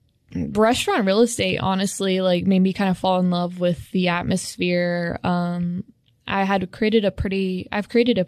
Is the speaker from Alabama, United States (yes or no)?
yes; Trussville, Alabama, United States; also born or lived in Hendersonville; Hendersonville, for 2 years. And then I ended up back in my hometown of Trussville for my last 3 of high school.